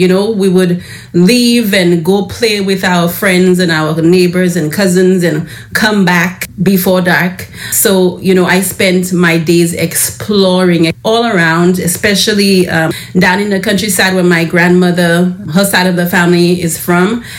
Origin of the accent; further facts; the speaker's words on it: St. Lucia; moved away; My fondest memories of growing up in St. Lucia is just the joy of the rhythm of life there. It's a slower pace of life